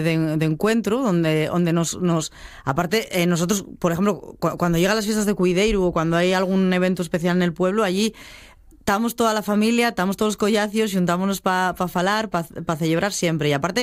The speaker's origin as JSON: {"language": "Spanish", "region": "Asturias", "country": "Spain", "said": "lo que somos los asturianos, lo que ye Asturias en una identidad completa, ¿no?"}